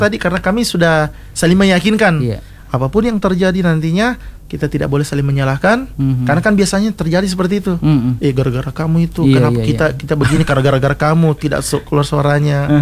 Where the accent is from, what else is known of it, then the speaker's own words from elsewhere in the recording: Soppeng, South Sulawesi, Indonesia; moved away as an adult; now in Bone, Indonesia; Saya orang Sopeng.